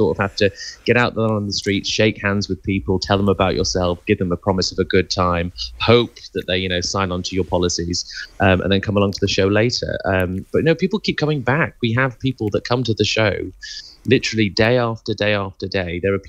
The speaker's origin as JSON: {"language": "English", "town": "Liverpool", "region": "North West England", "country": "United Kingdom", "moved": "yes", "said": "I'm from Liverpool originally"}